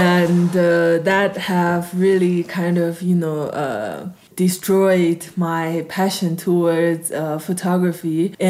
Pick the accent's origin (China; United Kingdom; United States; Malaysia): China; Lhasa, Tibet; I grew up in Lhasa, and we have been growing up surrounded by mountains.